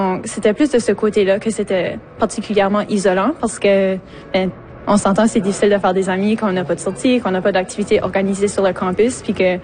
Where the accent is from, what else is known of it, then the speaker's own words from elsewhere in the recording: Fredericton, New Brunswick, Canada; moved away as an adult; now in Moncton, Canada; j'ai fait mes études ici à Moncton, mais je suis originaire de Fredericton.